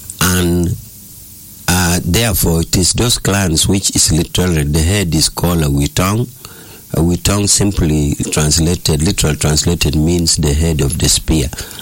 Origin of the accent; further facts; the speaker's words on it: Northern Region, Uganda; I come from Lang.